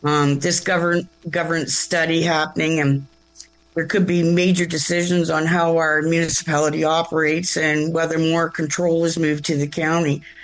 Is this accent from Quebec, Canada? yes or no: no; Highlands East, Ontario, Canada; I have grown up here. I've been here in this area for 60 years. I'm a generational, you know, my mother and then my granddaddy and then his daddy. And we've been here for a long time.